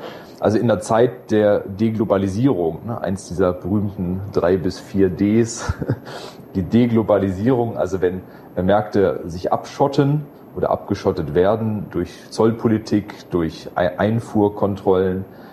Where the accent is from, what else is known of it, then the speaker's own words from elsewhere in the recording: Stuttgart, Baden-Württemberg, Germany; als Stuttgarter muss ich sagen